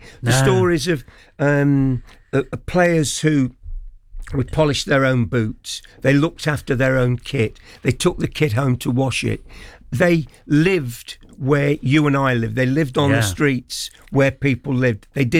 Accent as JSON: {"language": "English", "town": "Desford", "region": "East Midlands", "country": "United Kingdom", "tie": "born there", "said": "when I was born in Desford in Leicestershire"}